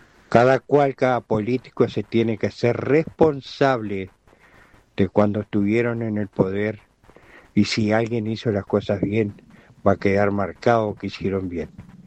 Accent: Salto, Uruguay; No somos políticos astrales, somos salteños que queremos sacar un salto adelante.

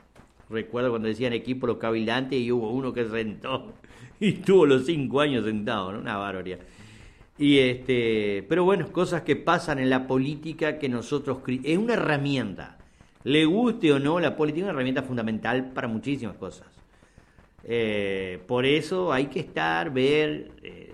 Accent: Uruguay

